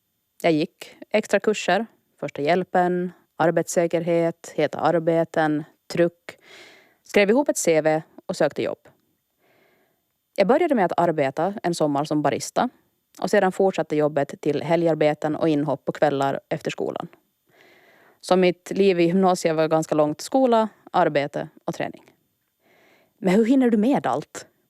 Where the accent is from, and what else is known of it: Åland Islands